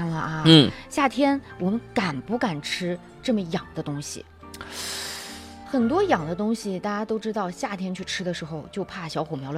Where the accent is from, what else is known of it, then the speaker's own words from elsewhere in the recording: Xinjiang, China; 我们新疆